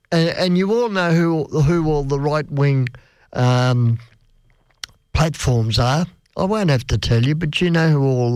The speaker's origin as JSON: {"language": "English", "country": "Australia", "said": "We are Australian. I've had a lot of people ask me for that. So we're playing it for all those people who are Australian."}